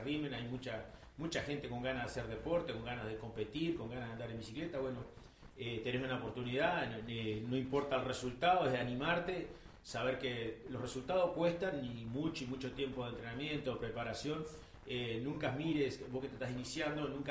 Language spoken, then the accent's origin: Spanish; Buenos Aires, Argentina; Toda mi vida viví lo que es a la vuelta de River, el barrio acá del asilo, acá viví ahí.